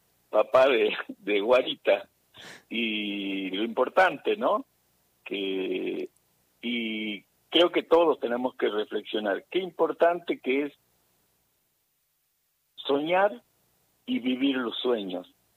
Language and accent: Spanish; Jujuy, Argentina